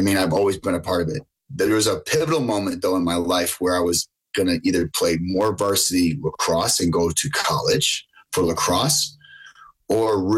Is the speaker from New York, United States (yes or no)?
yes; Buffalo, New York, United States; born or raised there